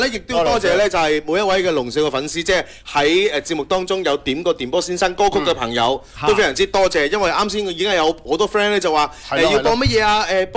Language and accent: Cantonese; Guangdong, China; 我哋广东人好讲意头噶嘛。